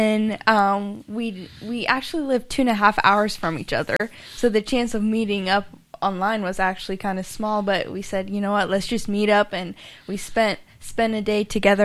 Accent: South Africa; now in Redding, United States; But yeah, I'm from South Africa, and I now live here in Northern California in Redding with Mitchell, my husband.

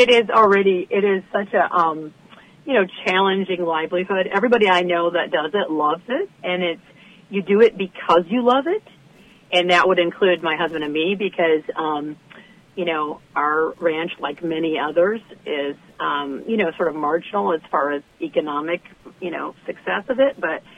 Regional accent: Michigan, United States; now in Point Reyes, California, United States; I'm from Michigan. So we're both, sort of displaced upper Midwesterners

